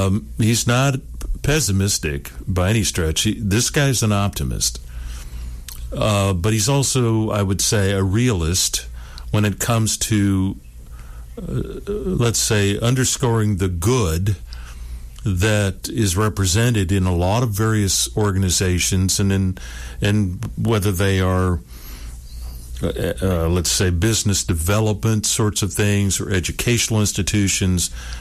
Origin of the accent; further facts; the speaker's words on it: Seattle, Washington, United States; now in Florida, United States; I'm not a native. I'm a Yankee from Seattle that came here to work on a doctorate in social research and family therapy